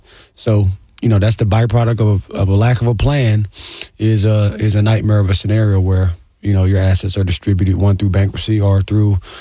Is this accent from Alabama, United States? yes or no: no; Florida, United States; born and raised in Broward County